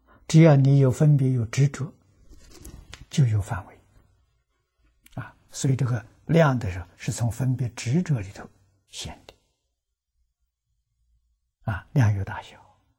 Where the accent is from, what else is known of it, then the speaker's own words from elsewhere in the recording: China; 我们中国人